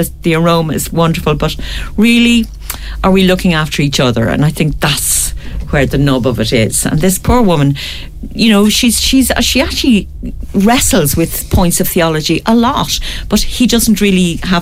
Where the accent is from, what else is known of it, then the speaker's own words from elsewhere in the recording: Ireland; as Irish people, we always laugh in the most tragic of situations.